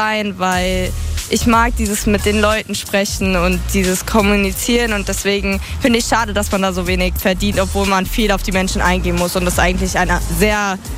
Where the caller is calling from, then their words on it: Berlin, Germany; ich komme aus Berlin